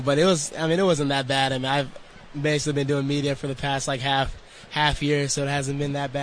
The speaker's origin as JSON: {"language": "English", "town": "Suwanee", "region": "Georgia", "country": "United States", "tie": "born or raised there", "said": "Yeah, I grew up 30 minutes basically north of Atlanta, Suwanee, Georgia."}